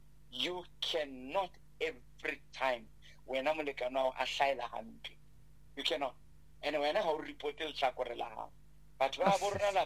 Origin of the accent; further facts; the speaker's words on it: Kenya; So, I'm from Madoka. I'm from Kenya. I can't take it because I'm from Madoka.